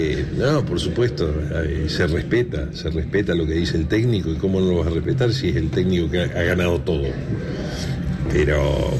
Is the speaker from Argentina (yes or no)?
yes; Argentina